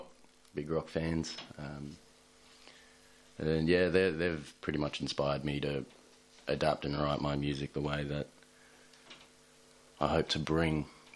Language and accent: English; Avalon, New South Wales, Australia; Well, I grew up in Avalon. Loved it all my life.